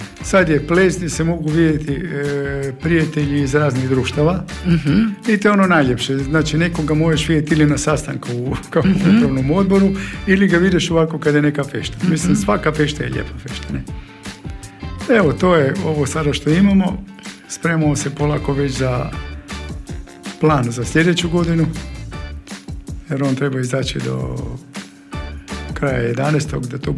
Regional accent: Pula, Istria County, Croatia; Gledajte, mi iz Pule smo pravi volonteri. Znači dođemo iz Pule.

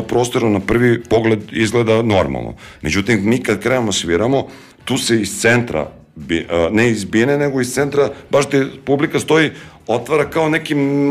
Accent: Serbia; Ne, mi smo iz Srbije, mi ubijemo ljude, panduri kod nas ubijaju ljude, to je kod nas normalno

